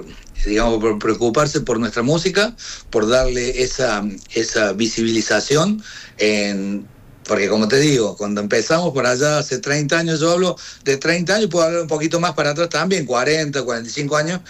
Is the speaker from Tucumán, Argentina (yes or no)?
no; Córdoba, Argentina; Soy cordobés.